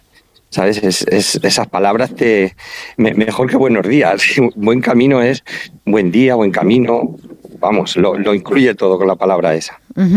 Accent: Santa Cruz de los Cáñamos, Castilla-La Mancha, Spain; now in Albacete, Spain; soy muy manchego. Yo soy de Ciudad Real, un pueblo que se llama Santa Cruz de los Cáñamos, pero vivo en Albacete.

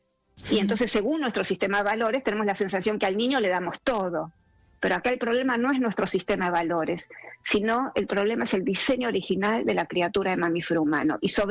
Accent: Argentina; yo soy argentina, vivo en Buenos Aires

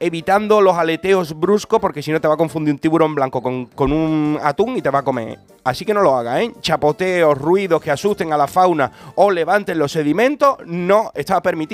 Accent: Cádiz, Andalusia, Spain; Los gaditanos decimos papaliña y ellos dicen papas arrugadas

